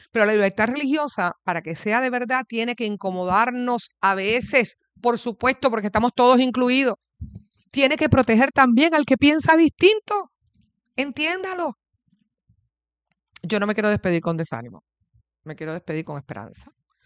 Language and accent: Spanish; Mayagüez, Puerto Rico; yo no soy de Manatí, sé que hay … Manatí, no soy de Manatí, soy de Mayagüez … son de Añasco y Cabo Rojo, y bueno, del área oeste.